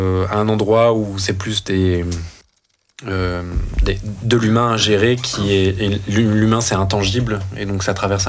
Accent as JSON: {"language": "French", "country": "France", "moved": "as an adult", "lives_now": "Brussels, Belgium", "said": "Moi, je suis français. Mais voilà, j'ai emménagé ici en 2016."}